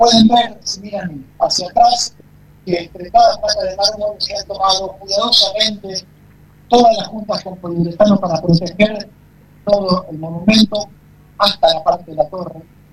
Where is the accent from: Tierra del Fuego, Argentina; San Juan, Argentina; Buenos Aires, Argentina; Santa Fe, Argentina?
Santa Fe, Argentina; somos los santafesinos los que tenemos una historia de sobreponernos y seguir adelante